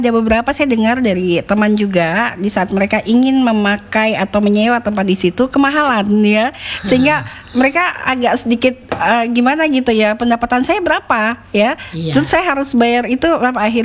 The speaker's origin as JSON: {"language": "Indonesian", "town": "Waisai", "region": "Southwest Papua", "country": "Indonesia", "said": "Apalagi kopi hasil racikan sendiri itu enak sekali ya, saya dari Waisa itu ya."}